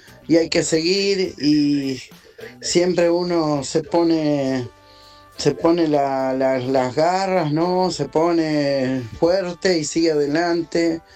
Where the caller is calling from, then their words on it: Virrey del Pino, Buenos Aires Province, Argentina; de Virrey del Pino, partido de La Matanza.